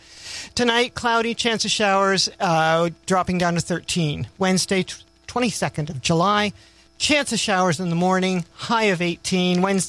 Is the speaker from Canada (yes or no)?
yes; Minden, Ontario, Canada; as many of you know, I think I come from Minden, so I traveled across